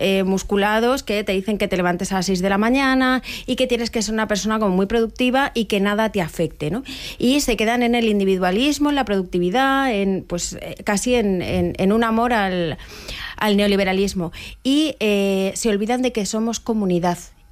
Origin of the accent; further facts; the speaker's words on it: Spain; Pero ahora podemos decir otra vez eso de soy española, ¿qué quieres que te gane?